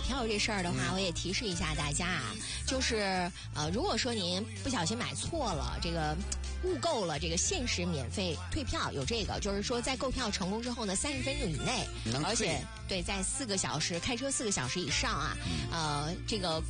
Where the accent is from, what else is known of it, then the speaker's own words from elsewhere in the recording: China; 对我们中国人来说